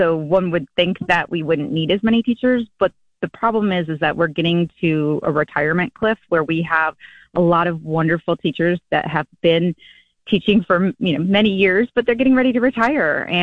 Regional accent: Syracuse, New York, United States; And I said I wanted to represent my hometown, and that is Syracuse, New York.

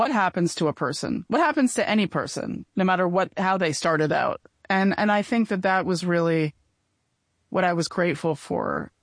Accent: New Jersey, United States; now in New York City, United States; I myself am from a provincial place at the Jersey Shore where everybody, you know, votes for Trump these days and, you know, then moved to New York City.

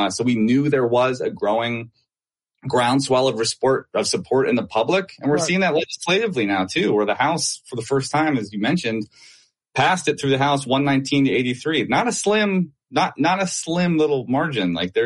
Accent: Pittsburgh, Pennsylvania, United States; I grew up in Pittsburgh, still live here.

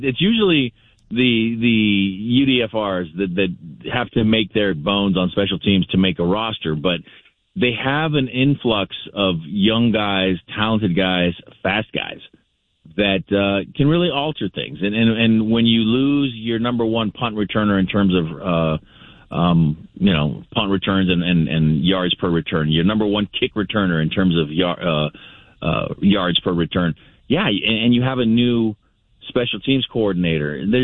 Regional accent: Barstow, California, United States; when I was in junior college for my hometown newspaper, the Barstow Desert Dispatch.

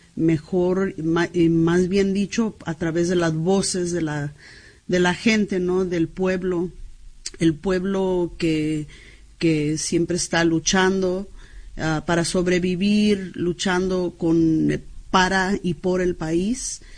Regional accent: United States; Así es que para nosotros hay … que habla de nuestras historias como chicanos, como gente de pueblos indígenas originarios

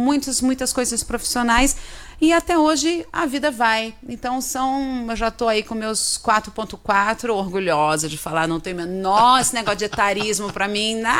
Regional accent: Belém, Pará, Brazil; also born or lived in Rio de Janeiro; Sou de Belém, do Pará

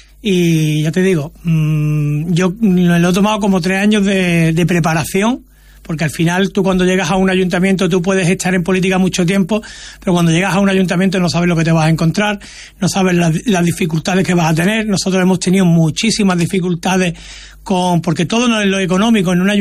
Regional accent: Villanueva del Trabuco, Andalusia, Spain; moved away as an adult; now in Villanueva de Cauche, Spain; Villanueva del Trabuco, que era el pueblo donde están mis raíces, donde yo me he criado de joven, porque al final la vida da muchas vueltas. Yo me caso con una muchacha que remanece de Villanueva de Cauche, que por eso estoy viviendo allí

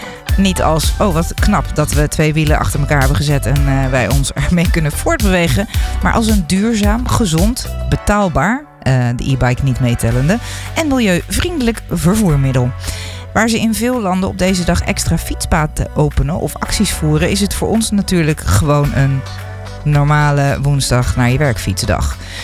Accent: Netherlands; als Nederlander

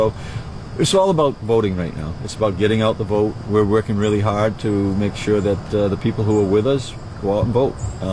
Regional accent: Cumberland, United States; my hometown of Cumberland

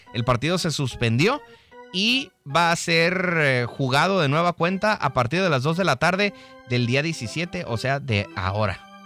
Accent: Mexico; Ya sabes cómo somos los mexicanos.

